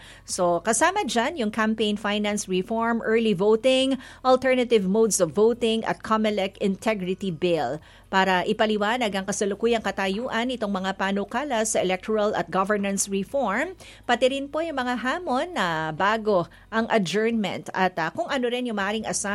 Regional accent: Malolos, Central Luzon, Philippines; Sa amin sa Malolos, marami, di ba?

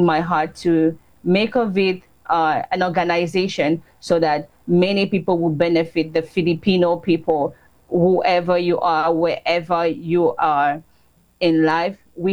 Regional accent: Cameroon; now in Philippines; So that is how I moved from Cameroon to the Philippines. I've been here for 10 years now.

